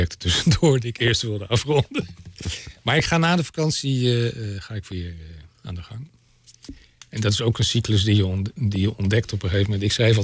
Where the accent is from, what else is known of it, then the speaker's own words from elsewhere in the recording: Weststellingwerf, Friesland, Netherlands; Want wij komen uit Weststellingwerf. Mijn vader in de buurt van Oldenbekoop, Wolvenga.